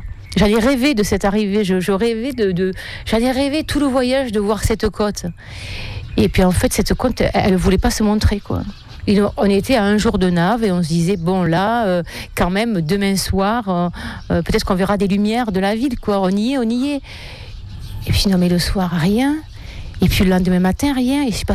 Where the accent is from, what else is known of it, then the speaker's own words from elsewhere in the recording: Sète, Occitanie, France; petite Sétoise